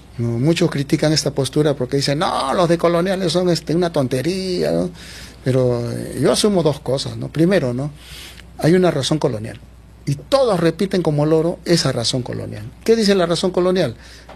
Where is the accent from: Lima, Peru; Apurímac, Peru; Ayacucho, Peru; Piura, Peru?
Lima, Peru; Chosica; yo no nací en el sur, ¿no? Yo soy de acá del centro, yo nací en Chosica y vivo en Chosica, pero he tenido la oportunidad siempre, en toda mi vida, de estar siempre